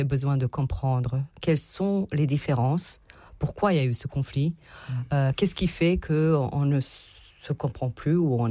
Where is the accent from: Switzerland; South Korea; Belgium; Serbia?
Serbia; now in France